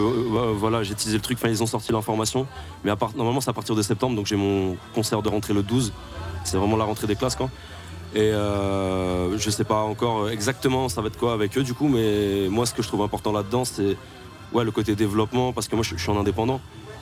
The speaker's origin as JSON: {"language": "French", "town": "Metz", "region": "Grand Est", "country": "France", "said": "Moi, je suis un mec de Metz. On est frontalier avec la Belgique. On vient de Bassin-Minier tous les deux. On est blanc, on vient d'une classe sociale moyenne"}